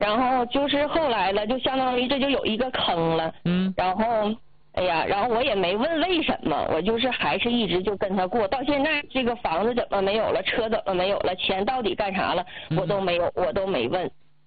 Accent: Shenyang, Liaoning, China; 我是沈阳人，他还不经常在沈阳。

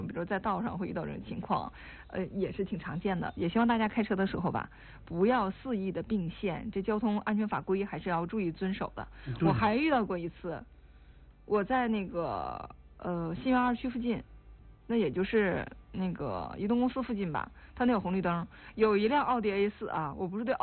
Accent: Northeast China, China; 这些词呢在我们东北人的对话框里出现的频率最高

